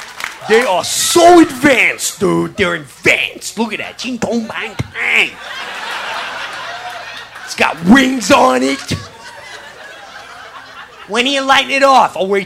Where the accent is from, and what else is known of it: New York, United States; born or raised there